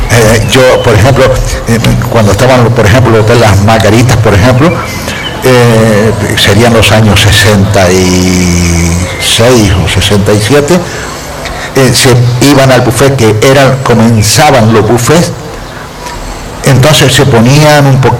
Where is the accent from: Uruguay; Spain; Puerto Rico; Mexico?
Spain; Canary Islands; born there; Hombre, yo soy nacido en Gran Canaria, ¿no? Pero cuando he venido aquí al sur hace 45 años, ya mi mujer me dijo, dice, de aquí yo no me muevo.